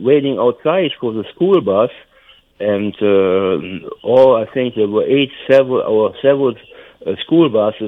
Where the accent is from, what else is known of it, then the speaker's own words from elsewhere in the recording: North Rhine-Westphalia, Germany; moved away; I grew up in North Rhine-Westphalia. That is 300 miles from Munich and 300 miles from Hamburg.